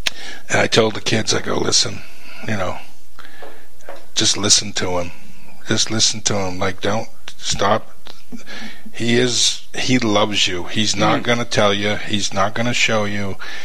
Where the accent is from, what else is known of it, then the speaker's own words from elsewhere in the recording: Kodiak, Alaska, United States; born there; I was born in Kodiak Island, yeah.